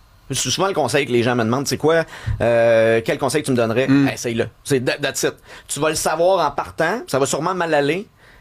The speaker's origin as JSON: {"language": "French", "town": "Mascouche", "region": "Quebec", "country": "Canada", "said": "moi je viens de Mascouche"}